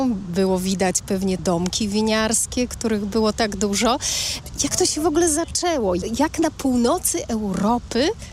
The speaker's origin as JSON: {"language": "Polish", "town": "Zielona Góra", "region": "Lubusz Voivodeship", "country": "Poland", "tie": "born or raised there", "said": "historia mojego rodzinnego miasta, oddalonego zaledwie o 60 km od polsko-niemieckiej granicy i około 200 km od Berlina."}